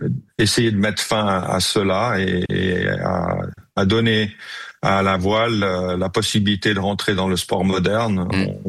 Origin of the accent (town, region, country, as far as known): Switzerland